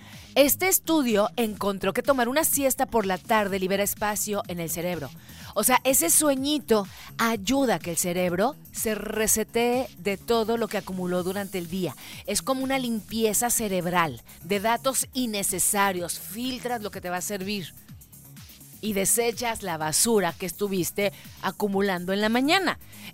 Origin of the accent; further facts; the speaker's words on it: Mexico; como los mexicanos nos dan la mano y agarramos el pie